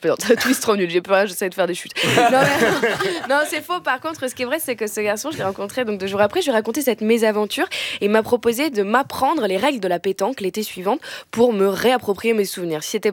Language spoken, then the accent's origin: French; Réunion; now in France; Moi, j'ai découvert la pétanque dans le sud de la France, quand je suis arrivée de La Réunion.